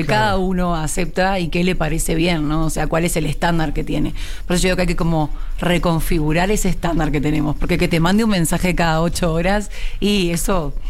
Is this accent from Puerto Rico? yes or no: no; Uruguay; yo soy uruguaya